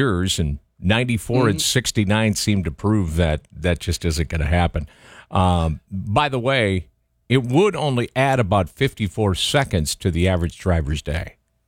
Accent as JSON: {"language": "English", "region": "Minnesota", "country": "United States", "tie": "born or raised there", "said": "That growing up in Minnesota at all, unless I just didn't know it."}